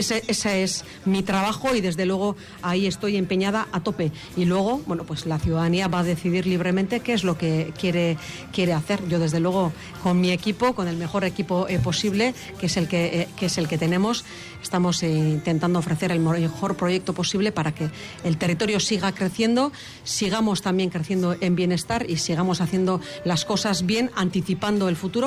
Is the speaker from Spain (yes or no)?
yes; Azpeitia, Basque Country, Spain; moved away as an adult; now in Hondarribia, Spain; Yo soy de Azpeitia, pero vivo en Hondarribi desde hace ya muchos años